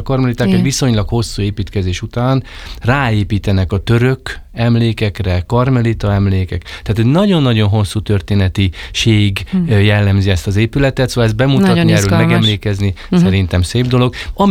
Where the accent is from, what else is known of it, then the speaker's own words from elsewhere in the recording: Veszprém County, Hungary; Hát én egy Balaton felvidéki kis faluba nőttem föl. Hát 14 éves koromig